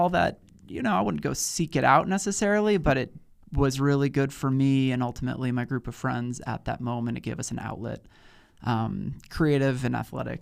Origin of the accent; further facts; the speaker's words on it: Boulder, Colorado, United States; moved away as an adult; even though I grew up in Boulder